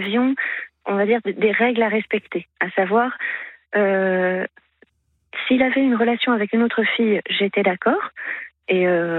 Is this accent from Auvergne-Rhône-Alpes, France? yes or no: no; Lille, Hauts-de-France, France; je lui ai répondu que je venais de Lille et que j'étais venue en Blablacar.